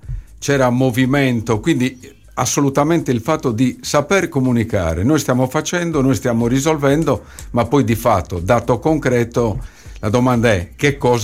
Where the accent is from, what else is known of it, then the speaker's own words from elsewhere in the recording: Orosei, Sardinia, Italy; Orosei. Bassa Baronia. E quindi il cittadino normale ti chiede, ma cosa state facendo?